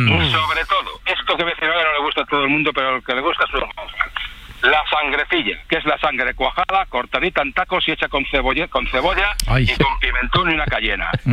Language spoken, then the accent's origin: Spanish; Valladolid, Castile and León, Spain; yo soy de Valladolid, de Valladolid, de capital, ¿vale? De generaciones.